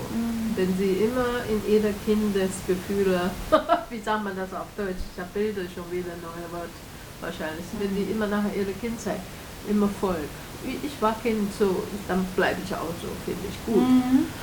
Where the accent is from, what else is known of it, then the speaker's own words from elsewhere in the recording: Taiwan; German is a second language; Und jetzt sehe ich, was Taiwan, ich komme aus Taiwan, und Taiwan, junge Leute